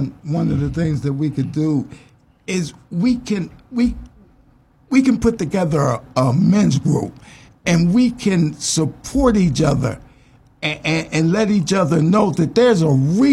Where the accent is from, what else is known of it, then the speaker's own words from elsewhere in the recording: New Jersey, United States; moved away as an adult; I had moved here. I relocated here from Jersey